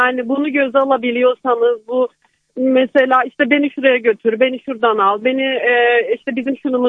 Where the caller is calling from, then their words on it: Gaziantep, Turkey; Gaziantep'ten arıyorum.